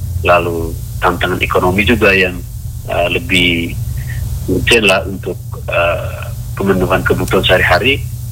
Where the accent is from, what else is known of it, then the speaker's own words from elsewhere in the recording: East Nusa Tenggara, Indonesia; kita, orang Wogo